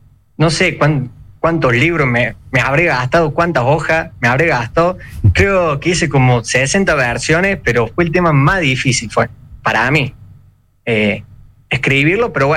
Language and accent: Spanish; Córdoba, Argentina; accent: Cordoban; Capital, sí, Córdoba capital.